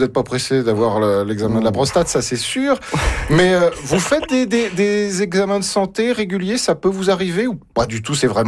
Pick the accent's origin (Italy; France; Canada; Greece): France; moi je suis français.